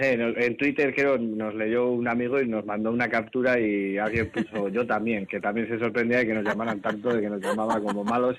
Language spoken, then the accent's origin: Spanish; Iturrama, Navarre, Spain; de 8 miembros de hoy en día del grupo, es que 6 me parece que somos de Iturrama, del mismo instituto